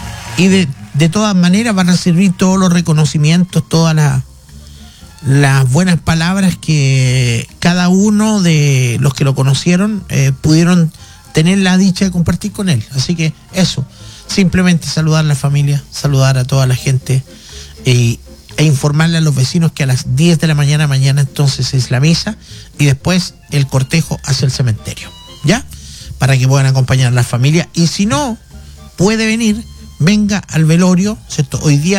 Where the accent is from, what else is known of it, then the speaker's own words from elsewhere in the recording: Galvarino, Araucanía, Chile; yo no soy de Cholchol, yo soy de que Galvarino